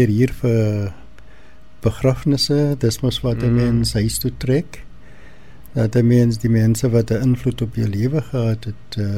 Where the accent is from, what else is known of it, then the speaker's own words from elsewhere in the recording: George, Western Cape, South Africa; Ek is hier van George af weg, ek is maar stad toe soos ons maar die tyd ja. verbag het.